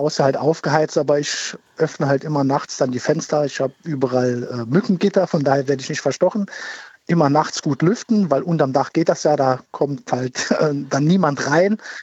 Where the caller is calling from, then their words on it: Großrosseln, Saarland, Germany; Ich rufe an aus Großrosseln.